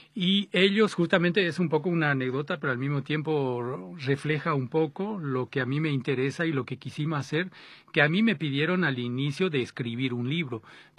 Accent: Paraguay; also born or lived in France; now in Bolivia; Estoy de paso por Paraguay porque vivo en Bolivia, pero me crié en Paraguay. Soy francés, nacido en Francia, pero como digo, me crié en Paraguay.

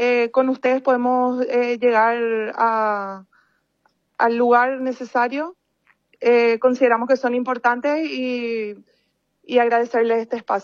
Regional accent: Paraguay; porque somos paraguayos

